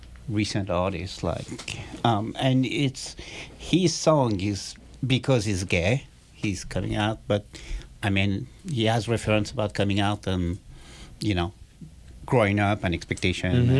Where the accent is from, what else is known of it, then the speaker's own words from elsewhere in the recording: Paris, Île-de-France, France; You were on the inside, you know. I'm from Paris.